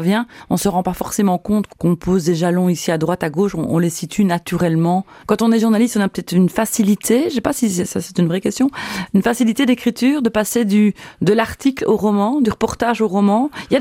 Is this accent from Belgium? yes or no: yes; Liège, Wallonia, Belgium; Je trouve qu'elle donne envie de lire le livre, pas uniquement parce qu'on est liégeois.